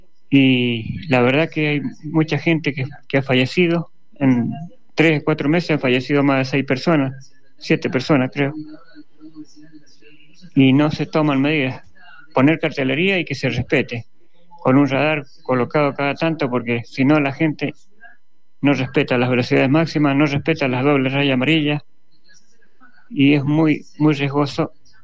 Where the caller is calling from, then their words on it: Barriales, Mendoza, Argentina; soy de Barriales, zona en Junín, Barriales, vivo, y estoy a 50, 60 metros de la ruta 60